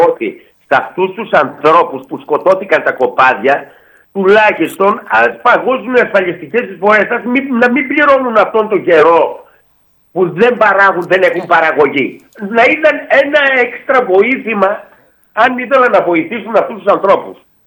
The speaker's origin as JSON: {"language": "Greek", "town": "Neos Skopos", "region": "Central Macedonia", "country": "Greece", "tie": "born or raised there", "said": "Εγώ βλέπω εδώ στο χωριό μου, που ήταν ένα πολύ μεγάλο χωριό, γύρω στις 3.000."}